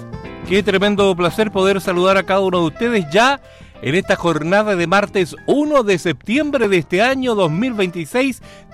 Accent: Chile

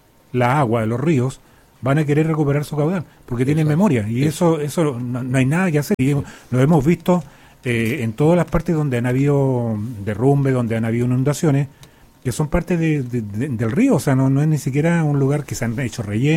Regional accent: Chile; Nosotros como chilenos

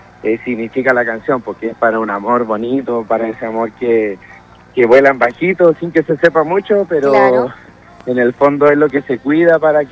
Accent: Chile Chico, Aysén, Chile; moved away; en mi pueblo, Chile Chico

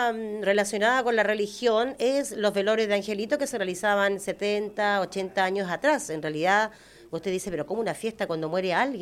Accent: Chile

